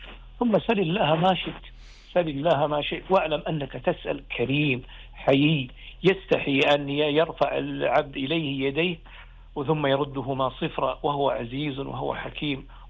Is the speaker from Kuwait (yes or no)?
yes; Kuwait; بلدنا الكويت